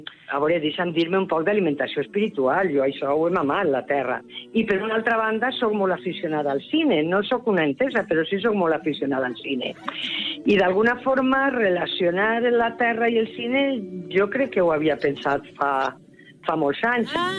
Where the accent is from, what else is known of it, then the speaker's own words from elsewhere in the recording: Alboraia, Valencian Community, Spain; born there; moved away as an adult; now in Els Ports, Spain; Jo soc nascuda a l'Horta, allà a Alboraia. Després fa més de 20 anys que estic a la comarca dels Ports